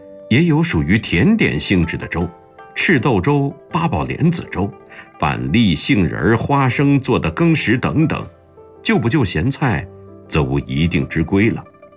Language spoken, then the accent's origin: Chinese; Hebei, China; 我们河北人也常常是喝粥。家乡人最常喝的是黏粥